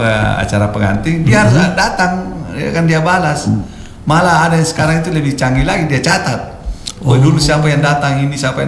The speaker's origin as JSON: {"language": "Indonesian", "town": "Sinjai", "region": "South Sulawesi", "country": "Indonesia", "said": "Saya keluarga besar, tapi saya kan Bugis Sinjai."}